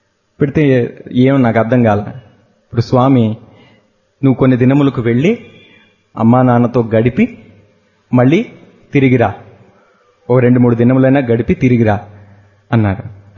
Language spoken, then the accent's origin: Telugu; Visakhapatnam, Andhra Pradesh, India; moved away as an adult; now in Puttaparthi, India; మా సొంత ఊరు విశాఖపట్నం